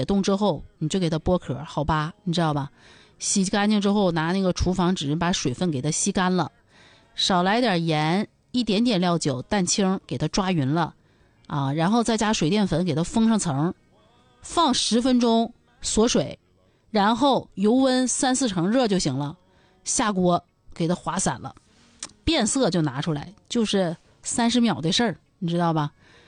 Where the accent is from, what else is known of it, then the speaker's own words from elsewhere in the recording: Harbin, Heilongjiang, China; now in Dalian, China; 原来我老家哈尔滨的时候。